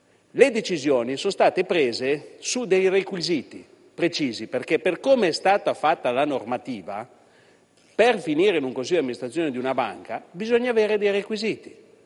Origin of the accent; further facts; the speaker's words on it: Asti, Piedmont, Italy; sono di Asti.